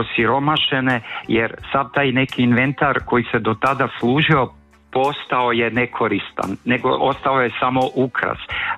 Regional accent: Slavonia, Croatia; Kod nas u Slavoniji Roka ti je pojam napiti se, jel?

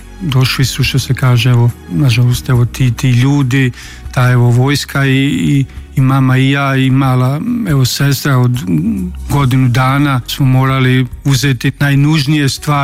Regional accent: Brčko District, Bosnia & Herzegovina; now in Osijek, Croatia; Rođen sam u Posavini, malo mjesto koje se zove Marković polje, odnosno Drenava, to je općina tadašnja bila, Brčko, pripadamo po novome, tada kad sam ja evo rođen, te 78. godine

